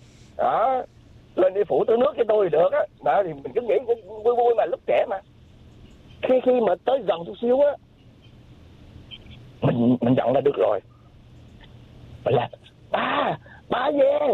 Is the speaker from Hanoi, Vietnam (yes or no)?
no; Nha Trang, Khanh Hoa, Vietnam; tại quê mình ở Nha Trang mà.